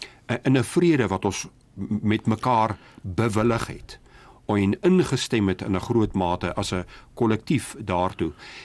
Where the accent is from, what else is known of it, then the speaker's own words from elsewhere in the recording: Namibia; my en jou ouderdom, weet van die burgeroorlog waarin ons groot geword het in Namibië.